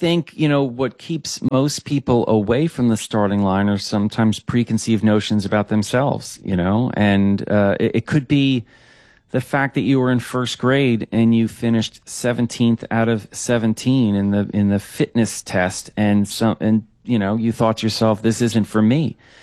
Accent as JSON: {"language": "English", "region": "New Jersey", "country": "United States", "tie": "born or raised there", "said": "I grew up in New Jersey, so there's a really rich track and field cross-country heritage there. Obviously, we're right near Philly"}